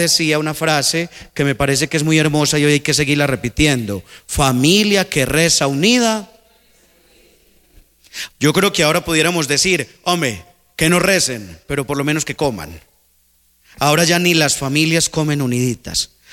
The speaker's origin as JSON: {"language": "Spanish", "town": "Liborina", "region": "Antioquia", "country": "Colombia", "moved": "yes", "said": "Yo soy de Liborina."}